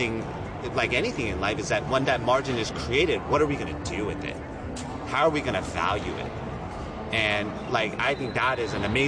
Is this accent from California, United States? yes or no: yes; California, United States; now in New York City, United States; I'm also from the Bay Area. I was born and raised. I now live in New York City.